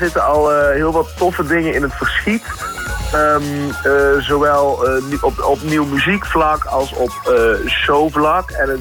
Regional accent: Limburg, Netherlands; Ja, overal en nergens proberen we te zijn, maar we komen dus een beetje uit Limburg.

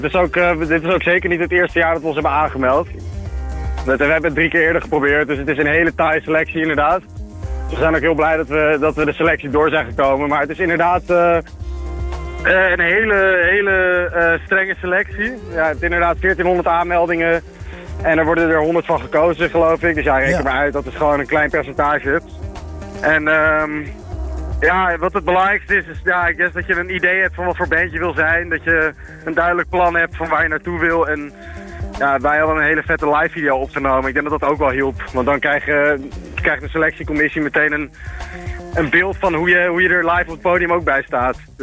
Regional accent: Haarlem, North Holland, Netherlands; We komen uit Haarlem, tenslotte.

